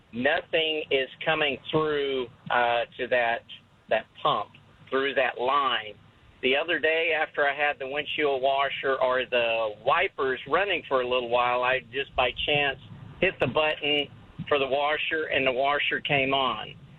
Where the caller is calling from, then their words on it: Kyle, Texas, United States; I live in Kyle.